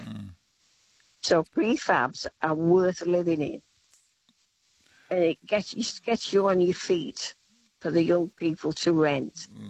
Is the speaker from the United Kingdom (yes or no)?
no; Australia; Because I won't change it because I've been here 60 years and I'm an Australian, by the way.